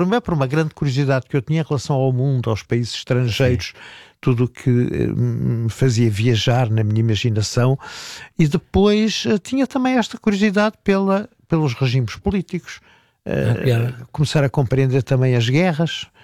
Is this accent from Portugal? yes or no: yes; Redondo, Alentejo, Portugal; accent: Alentejo; Não, eu vinha do Redondo. E no Redondo eu falava como os redondenses, desta maneira.